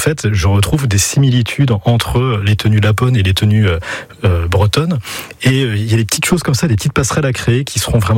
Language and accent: French; Grand Est, France; now in Finistère, France